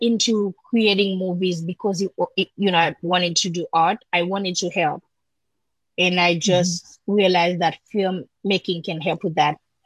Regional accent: Jacmel, Sud-Est, Haiti; And the road leading to Jacmel, my hometown, was closed through Martissant, which is a very big region in Port-au-Prince.

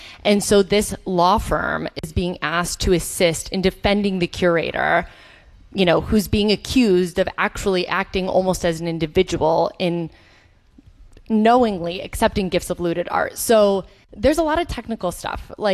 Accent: Chicago, Illinois, United States; moved away as an adult; I'm from Chicago originally. I came to undergrad at Tufts in 2006

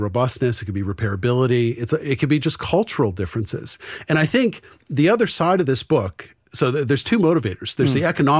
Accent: New Hampshire, United States; So even though, you know, I'm a guy from New Hampshire.

